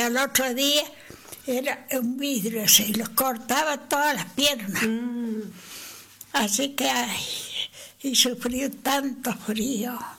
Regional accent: Las Lechucitas, Córdoba, Argentina; Nací en Las Lechucitas.

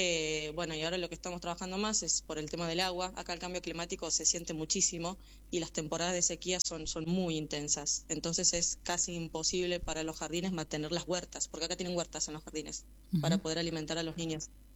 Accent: La Carlota, Córdoba, Argentina; moved away as an adult; now in Malawi; soy de La Carlota, soy de pueblo, ahí no hay universidad.

